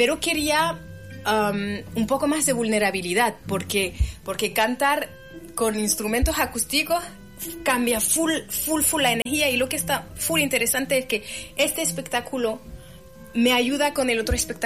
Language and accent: Spanish; Switzerland; born there; Spanish is a second language; yo soy también de Suiza.